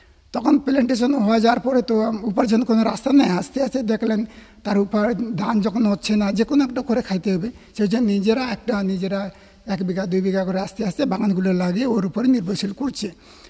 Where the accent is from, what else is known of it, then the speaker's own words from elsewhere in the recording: West Bengal, India; আমাদের গ্রামের লোক